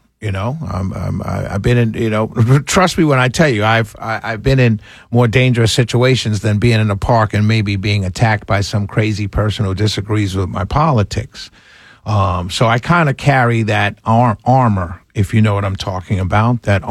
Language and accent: English; New York, United States; I was raised in Harlem, New York.